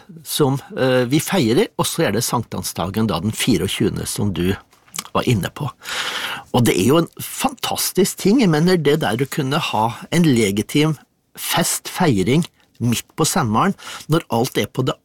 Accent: Våler, Innlandet, Norway; Altså da jeg vokste opp, altså jeg kommer fra Våler i Solør, og vi hadde det slik som en del kommuner hadde i Vestfold, at det var fridag den 24.

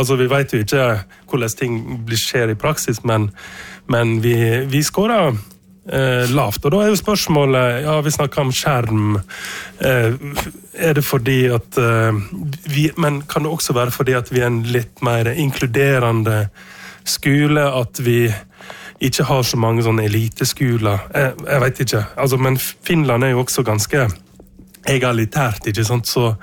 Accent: Utvik, Vestland, Norway; moved away; Han var på besøk hjemme i Utvik og besøkte foreldrene mine som lærere.

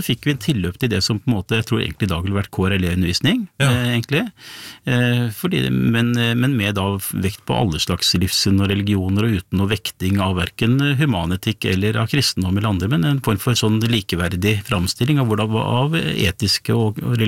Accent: Bærum, Akershus, Norway; jeg vokste jo opp I Bærum på 70-tallet, blått og konservativt Bærum.

